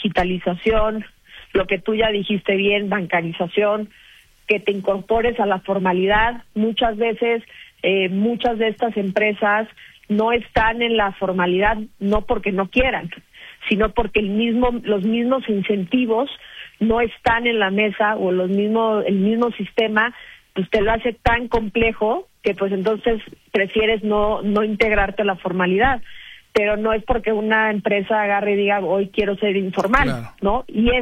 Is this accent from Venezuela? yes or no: no; Mexico; como mexicanas y mexicanos ubicamos luego